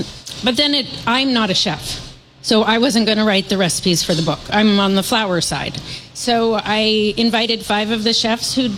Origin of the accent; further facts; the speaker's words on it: Seattle, Washington, United States; I grew up in Seattle